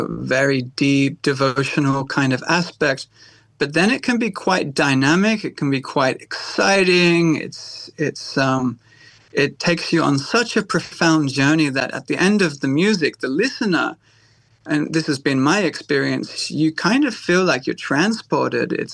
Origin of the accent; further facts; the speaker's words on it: Byron Shire, New South Wales, Australia; I am the Indian slide guitarist, though I'm not Indian, second generation muser from Byron Shire.